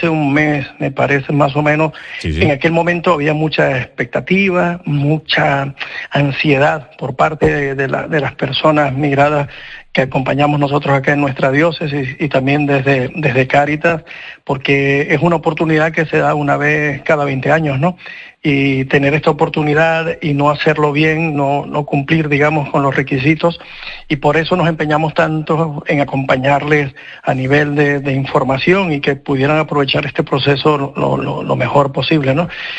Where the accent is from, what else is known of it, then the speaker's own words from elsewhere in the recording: Venezuela; now in Galicia, Spain; como venezolano, como migrante